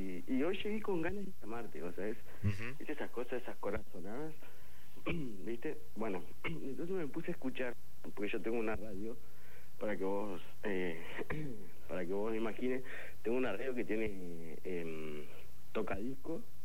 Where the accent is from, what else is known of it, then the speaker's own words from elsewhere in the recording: Paraná, Entre Ríos, Argentina; Yo soy de Paraná.